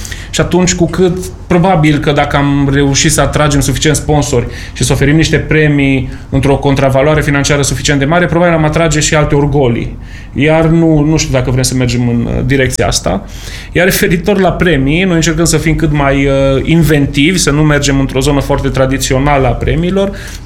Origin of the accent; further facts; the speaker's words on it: Romania